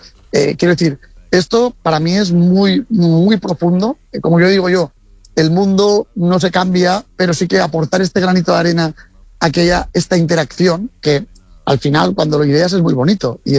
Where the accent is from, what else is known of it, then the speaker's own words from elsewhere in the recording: Valencia, Valencian Community, Spain; Y encima en mi tierra, lo que te digo, pues ahora yo estuve ahora tocando con la Orquesta de Valencia